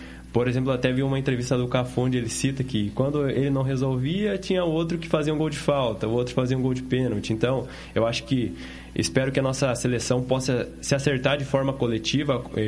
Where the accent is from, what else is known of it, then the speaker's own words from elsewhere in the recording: Brazil; A gente é brasileiro